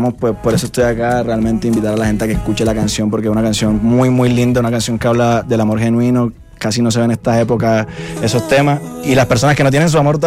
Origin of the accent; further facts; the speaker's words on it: Caribbean Region, Colombia; la diferencia entre tú y yo es que tú eres un cachaco con pipí y yo soy un costeño con mondá.